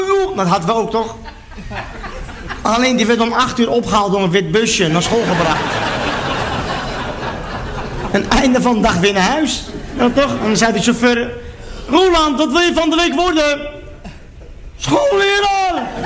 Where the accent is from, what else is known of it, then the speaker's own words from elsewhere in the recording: Utrecht, Netherlands; Ik kom uit Utrecht Overvecht.